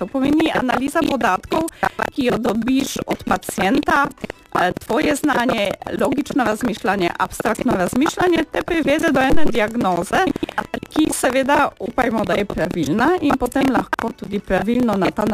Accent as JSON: {"language": "Slovenian", "town": "Kraków", "region": "Lesser Poland", "country": "Poland", "second_language": "Slovenian", "moved": "as an adult", "lives_now": "Slovenia", "said": "Ja, prihajam iz Poljske, iz Krakova, tam sem študirala medicino, spoznala svojega moža in potem sva se odločila, da mogoče nadaljujeva svojo pot v Sloveniji."}